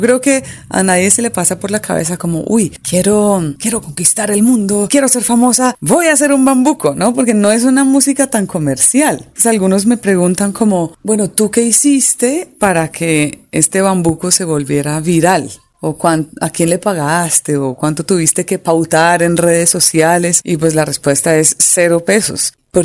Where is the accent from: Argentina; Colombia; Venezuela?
Colombia; also born or lived in Ireland; me aprobaron la nacionalidad colombiana, cosa que me tiene muy feliz. Pero bueno, más allá de esas formalidades, pues crecí en Colombia desde los 2 años de edad y crecí en el campo de Colombia